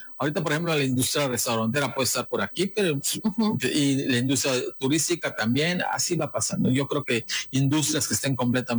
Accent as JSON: {"language": "Spanish", "region": "Yucatán", "country": "Mexico", "said": "Los que somos yucatecos"}